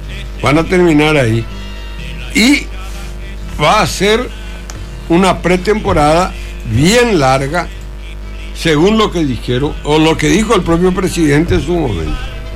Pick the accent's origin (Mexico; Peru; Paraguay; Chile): Paraguay; Luque, Central; como somos de Luque, queremos al luqueño